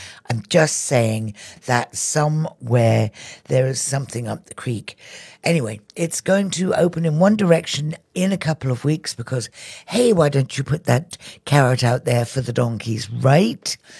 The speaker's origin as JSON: {"language": "English", "country": "United Kingdom", "tie": "born or raised there", "moved": "yes", "said": "Growing up in the United Kingdom"}